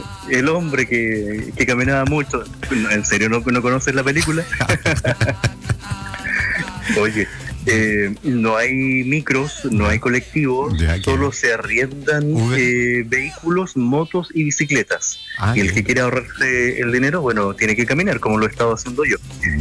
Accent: Valdivia, Los Ríos, Chile; yo vengo de Valdivia.

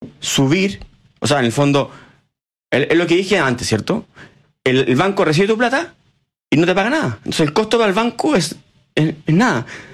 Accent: Chile

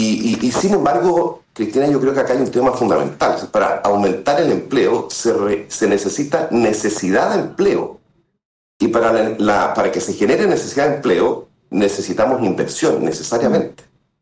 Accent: Chile

